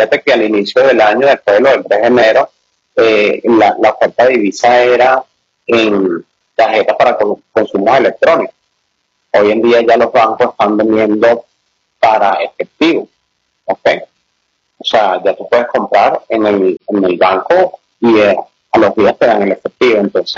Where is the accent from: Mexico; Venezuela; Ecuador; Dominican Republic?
Venezuela; estar tranquilos nosotros como venezolanos acá.